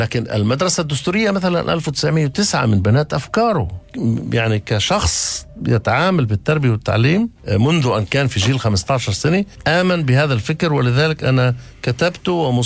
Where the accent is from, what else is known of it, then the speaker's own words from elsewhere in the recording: Palestine; عندنا في فلسطين